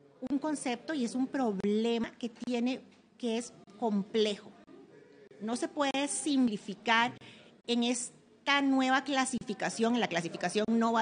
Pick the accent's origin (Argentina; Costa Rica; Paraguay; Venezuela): Costa Rica; En mi país tiembla mucho, aquí tiembla mucho.